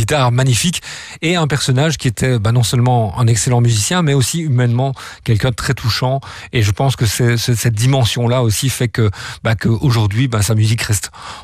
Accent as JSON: {"language": "French", "country": "Belgium", "said": "moi je viens de Belgique"}